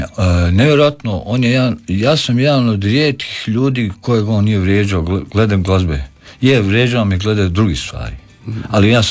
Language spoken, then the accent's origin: Croatian; Vinkovci, Vukovar-Syrmia County, Croatia